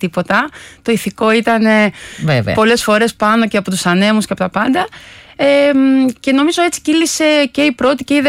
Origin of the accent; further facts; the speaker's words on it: Chania, Crete, Greece; moved away; Έφυγα πολύ γρήγορα από τα Χανιά μεταγραφή, ήρθα στη Βουλιαγμένη, στην εθνική ομάδα.